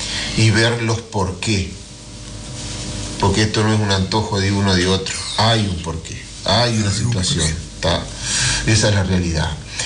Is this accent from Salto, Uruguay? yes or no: no; Durazno, Uruguay; born there; moved away as an adult; Yo hace más de un año que me radiqué aquí, yo era de Durazno, yo nací en Ruta 5 y Morquio